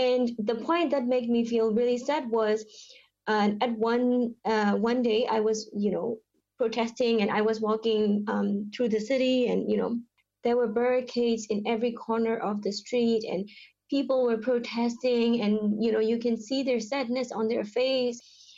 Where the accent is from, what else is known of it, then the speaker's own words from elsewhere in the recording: Myanmar; English is a second language; I am from Myanmar.